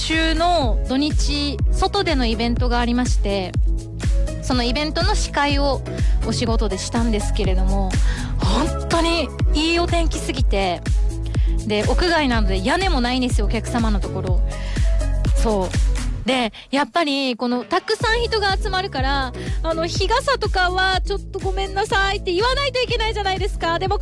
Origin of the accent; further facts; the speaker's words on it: Okinawa, Japan; moved away; 8月はちょっと長めに地元沖縄に帰ろうと思ってるんですよ。